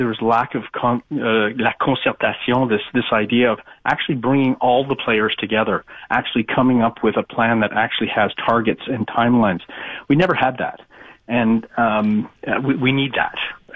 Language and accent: English; Beaconsfield, Quebec, Canada; my parents live in Hudson and I grew up in Beaconsfield